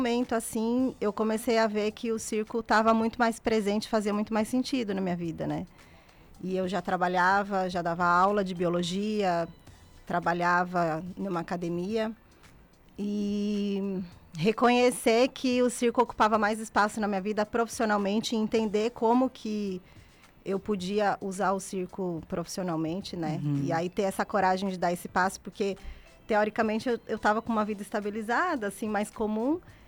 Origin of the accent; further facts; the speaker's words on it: São Paulo, Brazil; born there; moved away as an adult; also born or lived in Salvador; Eu nasci em São Paulo e com 19 anos eu fui para Salvador.